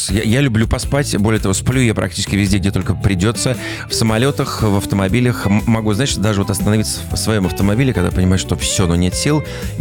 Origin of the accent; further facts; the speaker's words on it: Novosibirsk, Novosibirsk Oblast, Russia; born there; moved away; Я действительно из Новосибирска. Именно из Новосибирска. Да. Я всегда с гордостью говорю вообще в любой точке земного шара, что я родился в Сибири, что я сибиряк.